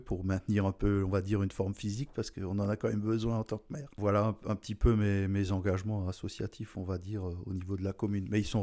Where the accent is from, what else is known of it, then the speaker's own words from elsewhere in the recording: Strasbourg, Grand Est, France; born there; je suis né à Strasbourg d'un papa belge et d'une maman alsacienne.